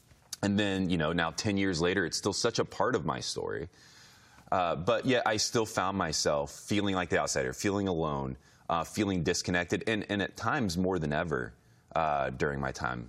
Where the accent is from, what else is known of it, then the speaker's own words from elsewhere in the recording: Indiana, United States; I had moved to Denver for my first job. had no friends in Denver. I'm from Indiana originally.